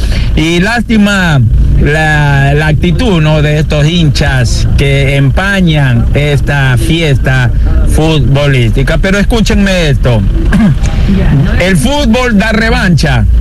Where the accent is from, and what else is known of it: Ecuador